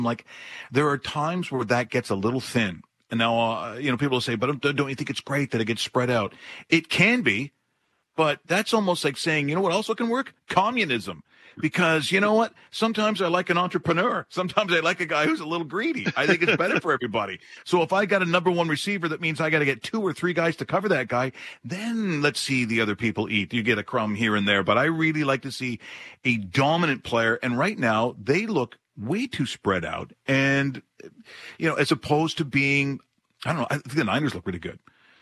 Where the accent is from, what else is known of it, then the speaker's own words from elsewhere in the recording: Ireland; I'm Irish, so swearing's an art form.